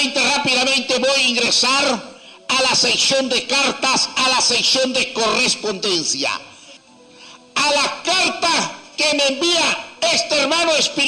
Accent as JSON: {"language": "Spanish", "region": "Piura", "country": "Peru", "tie": "born or raised there", "said": "tengo 32 años, soy natural de Piura."}